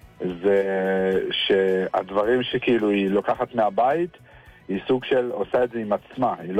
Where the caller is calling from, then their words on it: Tirat Carmel, Haifa District, Israel; טירת הכרמל.